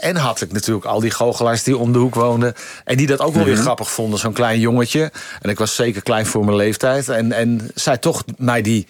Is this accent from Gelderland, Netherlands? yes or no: no; Purmerend, North Holland, Netherlands; born there; Ik ben geboren in Purmerend.